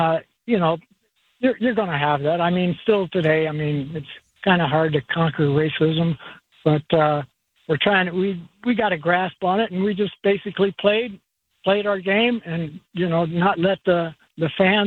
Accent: Ohio, United States; So we went everywhere except for my home state in Ohio.

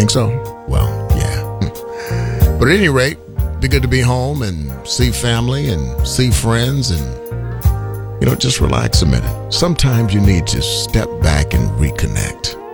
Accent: Savannah, Georgia, United States; moved away; my hometown of Savannah, Georgia, heading home this weekend.

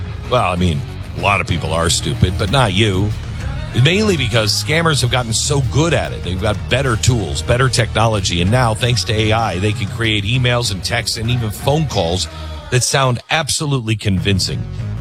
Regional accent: Mount Vernon, Washington, United States; I grew up in Mount Vernon, Washington. It's about, I don't know, 70 miles north of Seattle.

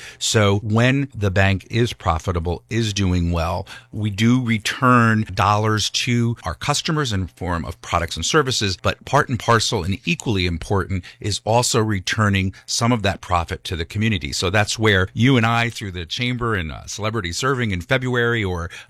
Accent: Wallkill, New York, United States; I was born and raised in Waukeel, New York, in Ulster County.

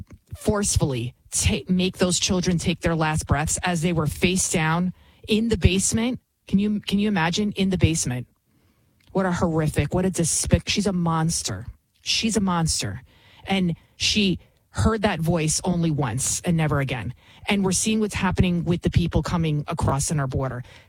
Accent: New York City, New York, United States; You can tell I'm from the Bronx, right?

